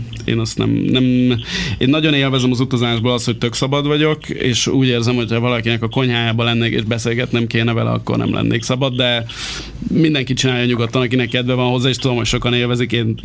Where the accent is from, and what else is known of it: Hungary